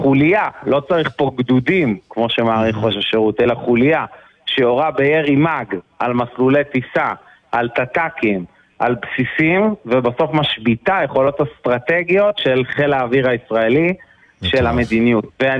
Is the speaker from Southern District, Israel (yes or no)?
yes; Southern District, Israel; אני תושב הנגב, אני גדלתי בנגב